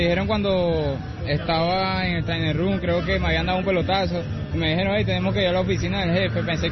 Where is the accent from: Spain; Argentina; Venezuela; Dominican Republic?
Venezuela; somos venezolanos, somos fuertes